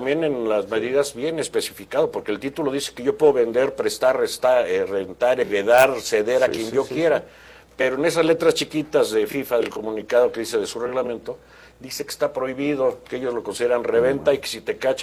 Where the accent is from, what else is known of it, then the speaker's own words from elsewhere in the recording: Mexico; Reitero nuestra confianza en la justicia mexicana y que no permitamos, como mexicanos, que un organismo extranjero venga a pisotear nuestras leyes